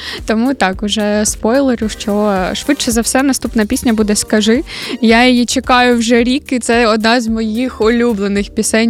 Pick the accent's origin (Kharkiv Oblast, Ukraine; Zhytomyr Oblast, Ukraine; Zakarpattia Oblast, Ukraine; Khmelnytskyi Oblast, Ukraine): Khmelnytskyi Oblast, Ukraine; Kamianets-Podilskyi; Знімали ми на Бакоті, на моїй батьківщині, тому що я родом з Кам'янця-Подільського.